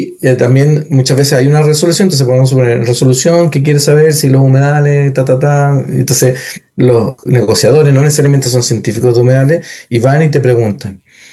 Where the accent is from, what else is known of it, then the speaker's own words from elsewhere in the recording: Chile; Uno también siempre como buen chileno